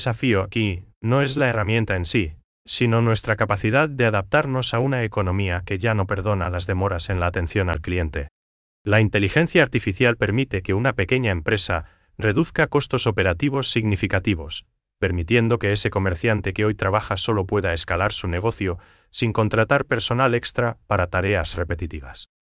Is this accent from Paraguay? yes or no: yes; Paraguay